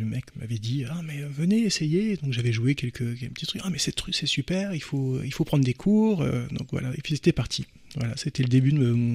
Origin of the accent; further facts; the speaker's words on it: Nancy, Grand Est, France; moved away as an adult; also born or lived in Paris; Moi, je suis originaire de Nancy.